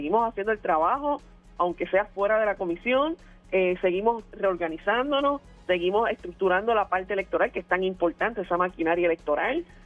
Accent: Puerto Rico; cada vez más somos víctimas los puertorriqueños

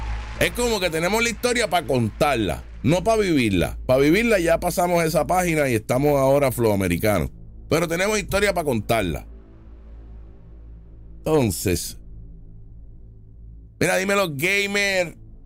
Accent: Puerto Rico; Al boricua lo tratan muy bien en todos sus países. Y tiene que ver porque somos americanos.

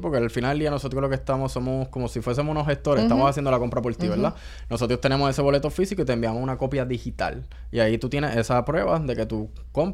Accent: Puerto Rico; En Puerto Rico nosotros somos los únicos boricuas en hacerlo.

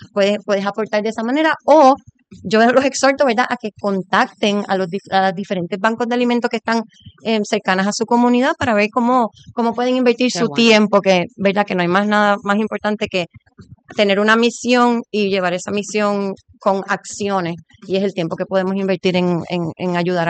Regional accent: Puerto Rico; yo soy puertorriqueña, estoy aquí

